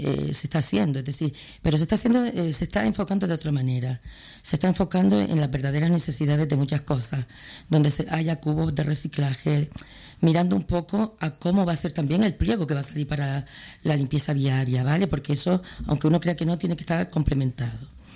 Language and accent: Spanish; Santa Brígida, Canary Islands, Spain; soy de Santa Brígida, lógicamente.